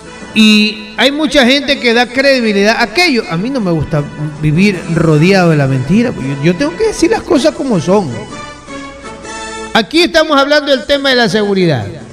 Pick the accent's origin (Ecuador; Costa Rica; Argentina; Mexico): Ecuador; Somos los ecuatorianos los que estamos mandando.